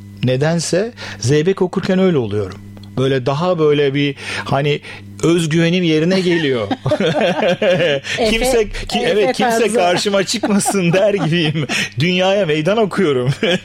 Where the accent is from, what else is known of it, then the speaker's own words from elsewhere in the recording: Kastamonu, Turkey; Ben oralıyım biliyorsunuz.